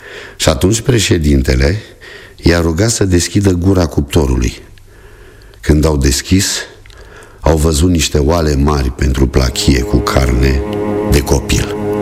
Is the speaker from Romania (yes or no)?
no; Moldova; aveam 9 ani, așa că mi-l aduc aminte, binișor. … din Vărati Grâșcani